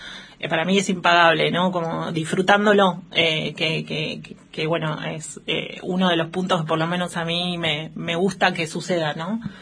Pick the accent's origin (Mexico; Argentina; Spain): Argentina; nosotros como argentinos tenemos la ley de parto respetado